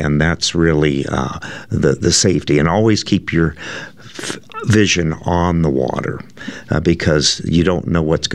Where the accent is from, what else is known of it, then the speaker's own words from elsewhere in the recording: California, United States; Caught a little bit of soup down in Southern California because I was from the San Bernardino Mountains.